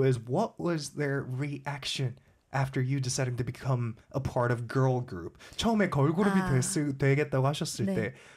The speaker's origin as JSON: {"language": "English", "region": "Daejeon", "country": "South Korea", "tie": "born or raised there", "said": "it resembles my hometown, which is 대전."}